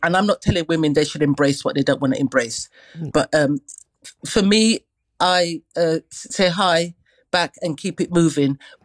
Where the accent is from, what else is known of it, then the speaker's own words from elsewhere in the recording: London, United Kingdom; born there; where I grew up in Islington for a while, I went to school in Islington